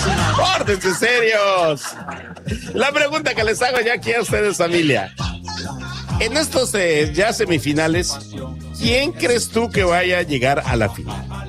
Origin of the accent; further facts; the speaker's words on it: Mexico; nosotros como mexicanos nos pintamos solitos para, ahora sí que para hacer de los memes una cosa real.